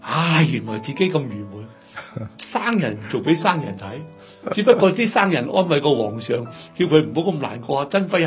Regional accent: China; 点解大家有个中国人嘅社会，点解你基督西方文化点解入侵我中国人嘅思想？

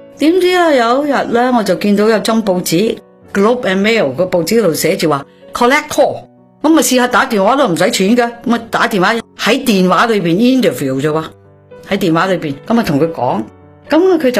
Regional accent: Hong Kong; 你想想，他又不懂得说要穿靴的嘛，我们香港人又怎知道要穿靴的啫？

